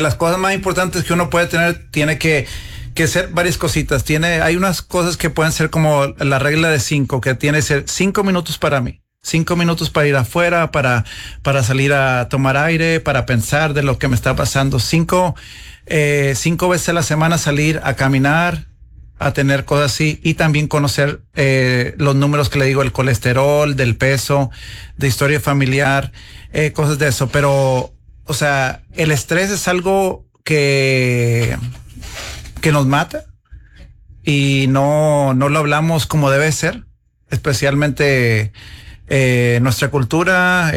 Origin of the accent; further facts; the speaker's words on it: Piedras Negras, Coahuila, Mexico; De Piedras Negras, Coahuila.